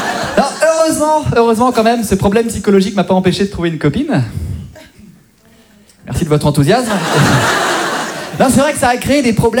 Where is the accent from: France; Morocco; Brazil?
France; Brittany; Je me présente … je viens de Bretagne et je suis imitateur, donc ringard.